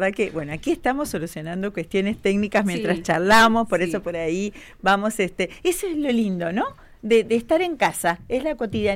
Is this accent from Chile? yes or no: no; Victoria, Entre Ríos, Argentina; born there; also born or lived in Río Gallegos; now in Caleta Olivia, Argentina; Sí, nací en Victoria, Entre Ríos. Ajá. Y hace 26 años que vivo en Santa Cruz, en Caleta, Olivia en particular.